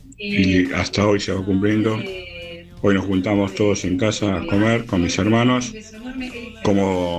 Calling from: Buenos Aires, Argentina; de Lugano.

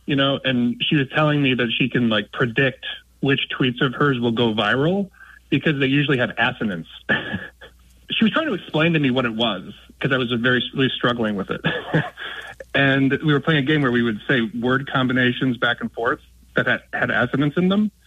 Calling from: Los Angeles, California, United States; I'm from Los Angeles.

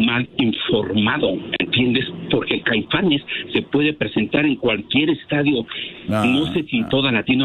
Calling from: Mexico City, Mexico; soy de la Ciudad de México.

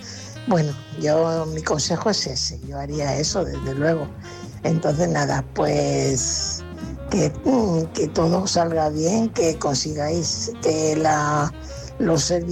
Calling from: Fuenlabrada, Community of Madrid, Spain; corresponsal de Fuenlabrada.

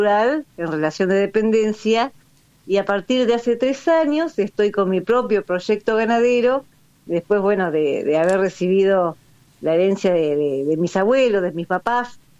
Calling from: General La Madrid, Buenos Aires Province, Argentina; soy una mujer rural de General La Madrid, provincia de Buenos Aires, una pequeña ciudad de aquí del sudoeste de la provincia. Estoy más o menos a unos 20 kilómetros de la planta urbana del pueblo y estoy viviendo en el campo sola

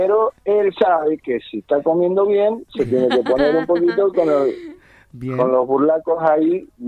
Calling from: Godoy Cruz, Mendoza, Argentina; De Godoy Cruz te hablo.

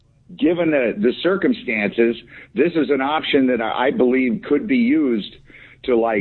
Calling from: California, United States; I'm from California.

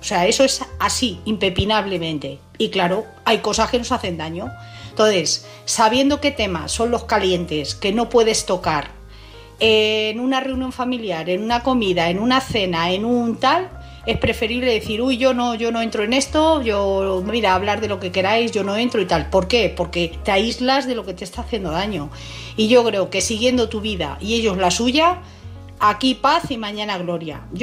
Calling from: Madrid, Community of Madrid, Spain; de Madrid.

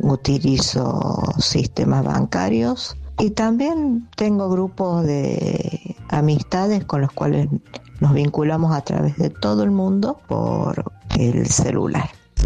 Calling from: Córdoba, Argentina

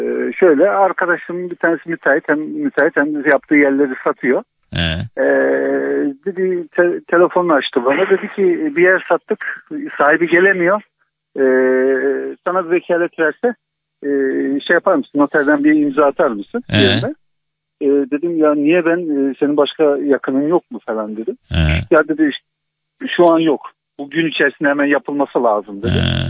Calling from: Amasya, Turkey; ben Karslı değilim, ben Amasyalıyım.

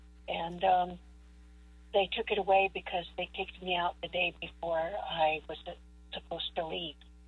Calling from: Albuquerque, New Mexico, United States

